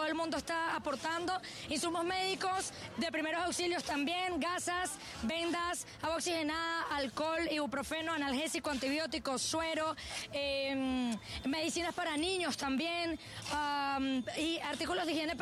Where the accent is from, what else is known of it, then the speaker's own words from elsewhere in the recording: Venezuela; now in Honduras; soy venezolana y también soy hondureña